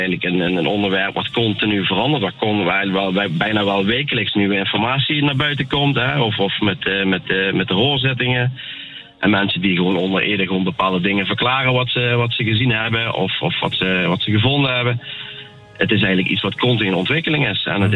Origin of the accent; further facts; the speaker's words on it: Limburg, Netherlands; maar ik vind het wel heel erg grappig als Limburger natuurlijk een film kan gaan bekijken wat ja, bij ons in de buurt heeft afgespeeld.